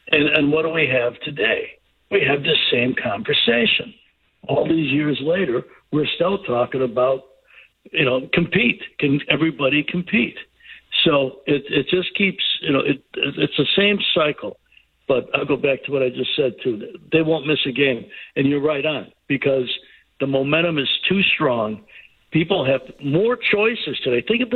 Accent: Chicago, Illinois, United States; They've been special since I was a little kid, growing up in Chicago.

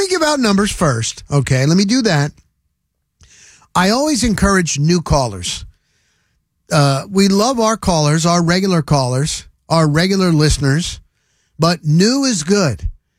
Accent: New Jersey, United States; moved away as an adult; also born or lived in Denver, Colorado; I grew up in New Jersey, okay? I started in this business in New Jersey.

